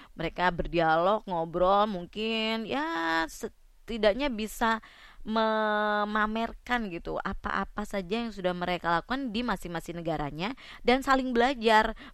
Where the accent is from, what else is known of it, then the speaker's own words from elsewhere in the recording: Banyuwangi, East Java, Indonesia; kita sebagai orang Banyuwangi